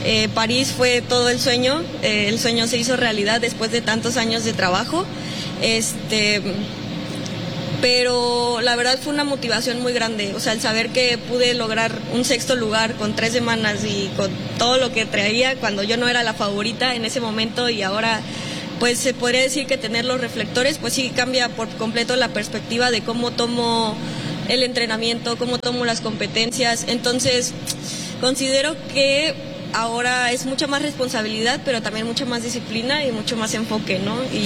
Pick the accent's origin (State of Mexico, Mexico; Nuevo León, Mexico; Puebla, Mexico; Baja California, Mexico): State of Mexico, Mexico; also born or lived in Chiapas; yo nací en Chiapas, pero toda mi vida, bueno, casi toda mi vida viví en el Estado de México por el trabajo de mi papá